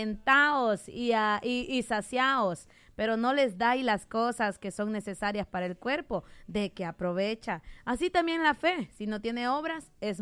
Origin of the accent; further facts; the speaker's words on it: Honduras; así somos los hondureños.